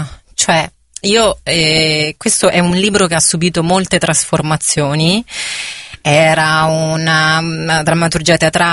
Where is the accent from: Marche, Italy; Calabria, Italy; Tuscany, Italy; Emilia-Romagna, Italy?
Marche, Italy; Sant'Elpidio a Mare; Sono delle Marche, di Sant'Elpidio a Mare, in provincia di Fermo.